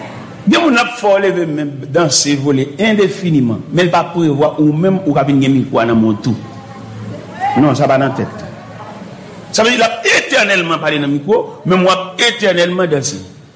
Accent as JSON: {"language": "French", "country": "Haiti", "said": "Nous venons encourager vous-même en tant qu'haïtien chrétien. Parce que nous-mêmes, haïtien chrétien"}